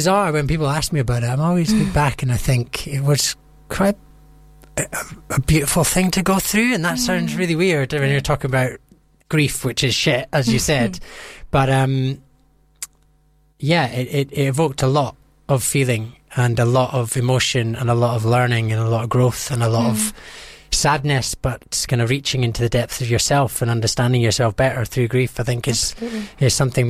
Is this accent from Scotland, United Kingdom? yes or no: yes; Scotland, United Kingdom; I'm from Scotland, so there's a bit of cultural differences as well